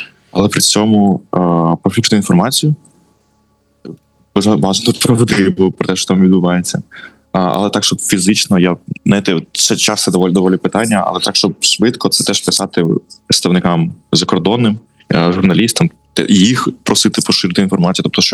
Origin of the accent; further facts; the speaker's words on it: Nova Kakhovka, Kherson Oblast, Ukraine; moved away; я з Новаковки